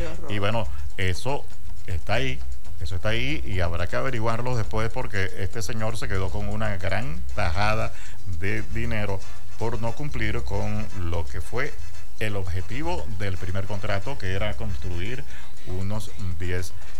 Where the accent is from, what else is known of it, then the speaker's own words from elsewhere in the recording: Caripito, Monagas, Venezuela; esta gente, que por cierto es de mi pueblo, de Caripito